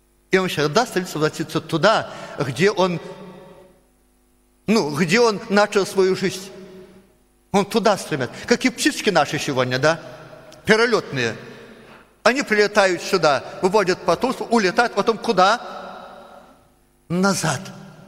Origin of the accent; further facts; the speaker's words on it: Belarus; Но я белорус на сегодняшний день. Говорят, литвины, говорят, это славяне. А кто его знает, кто есть? Я не знаю своей родословной. Может, я как-то помесь какая-то, еврея еще